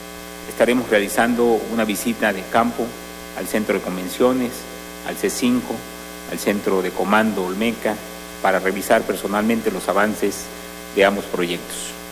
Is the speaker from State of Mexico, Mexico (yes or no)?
no; Tabasco, Mexico; nos permite compartir como tabasqueñas y tabasqueños la alegría y el orgullo de nuestra tierra.